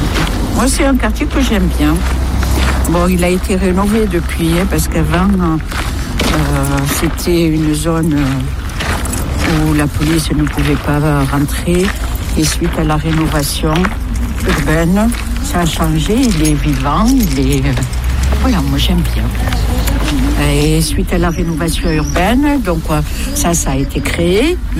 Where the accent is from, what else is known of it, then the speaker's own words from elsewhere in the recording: Cellier, France; now in Chambord, France; J'ai supplié mon mari de revenir sur Montauban, et moi j'ai atterri à Cellier, là où j'ai grandi avec mes parents et mes frères et sœurs. Et de Cellier, je suis partie aux Chênes. Des Chênes, je suis à Chambord.